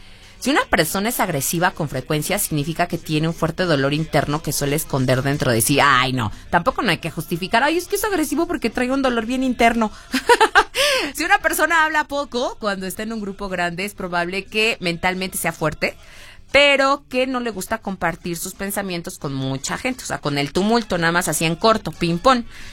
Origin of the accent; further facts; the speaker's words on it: Mexico City, Mexico; born there; Yo soy nacida en la Ciudad de México, pero ¿de dónde soy? No sé, yo soy de todas partes del mundo.